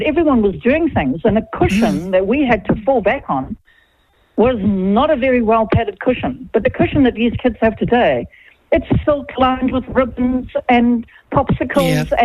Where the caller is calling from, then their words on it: Gisborne, New Zealand; I'm from Gisborne.